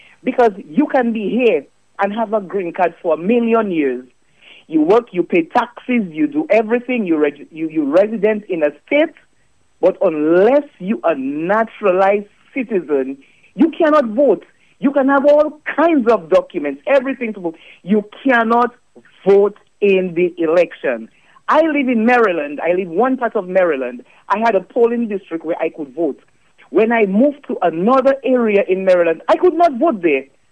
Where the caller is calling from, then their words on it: Dominica; I'm from Dominica. Dominica is a Commonwealth island. So I would consider myself as a Commonwealth citizen.